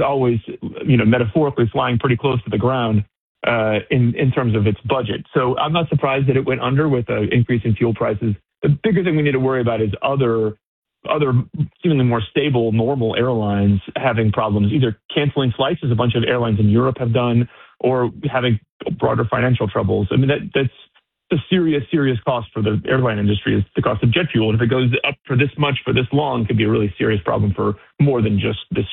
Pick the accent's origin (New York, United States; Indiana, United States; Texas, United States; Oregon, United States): Texas, United States; I'm a Texan